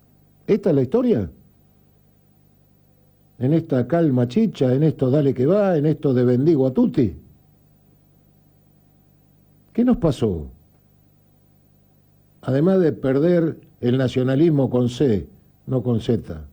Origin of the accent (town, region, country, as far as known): Argentina